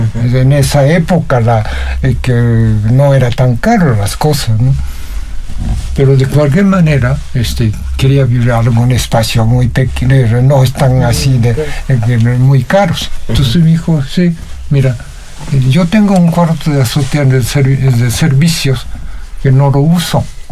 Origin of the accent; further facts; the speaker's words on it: Nagasaki, Japan; moved away as an adult; now in Mexico; soy de Nagasaki.